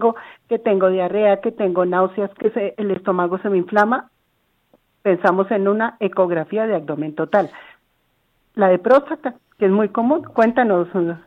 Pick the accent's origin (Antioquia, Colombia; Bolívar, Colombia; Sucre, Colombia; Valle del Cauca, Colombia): Valle del Cauca, Colombia; Cali; el doctor Agurti era de Nariño, yo no, yo soy de Made in Cali.